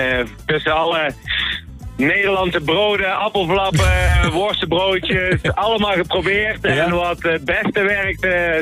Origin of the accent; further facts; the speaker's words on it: North Brabant, Netherlands; now in Mexico; We hebben het wel geprobeerd als ras-echte Brabander.